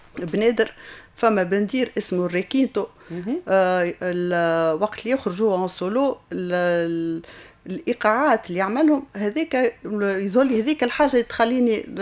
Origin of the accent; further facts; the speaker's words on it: Tunisia; عيد الاستقلال عندنا في تونس